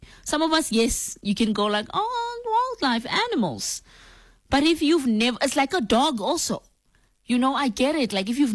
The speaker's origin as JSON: {"language": "English", "town": "Lüderitz", "region": "ǁKaras", "country": "Namibia", "tie": "born or raised there", "said": "it's probably my hometown, number one, Luderitz, down south, because it's in such a corner. There's one way in, one way out."}